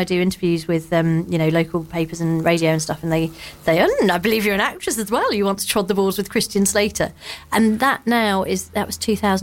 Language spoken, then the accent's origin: English; London, United Kingdom; born there; I was born in London, yes.